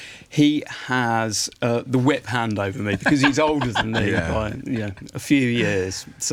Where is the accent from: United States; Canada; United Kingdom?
United Kingdom; Stratford-upon-Avon, West Midlands; I grew up in Stratford-on-Avon, so it's kind of compulsory.